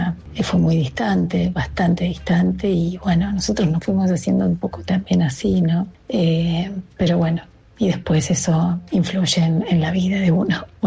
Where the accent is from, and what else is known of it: Neuquén, Argentina